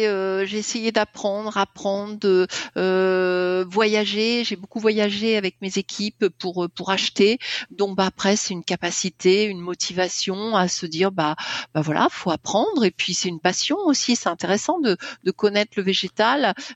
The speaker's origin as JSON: {"language": "French", "region": "Centre-Val de Loire", "country": "France", "said": "Moi, j'avais des racines agricoles ou plutôt viticoles, donc je connais le monde de la terre. Nous, on est de la Touraine."}